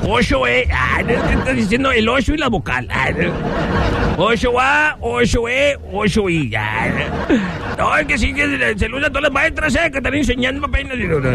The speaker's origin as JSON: {"language": "Spanish", "region": "Zacatecas", "country": "Mexico", "said": "Yo soy de Zacatecas. Chilete."}